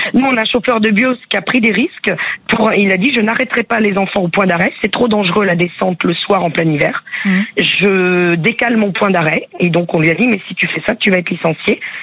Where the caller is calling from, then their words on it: Blanzay, Nouvelle-Aquitaine, France; Alors moi je vous appelle de Blantais.